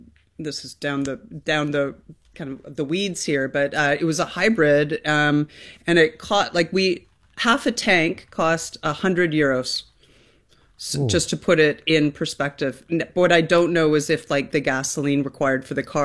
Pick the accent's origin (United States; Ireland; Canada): Canada; But being a Canadian is a good passport to have.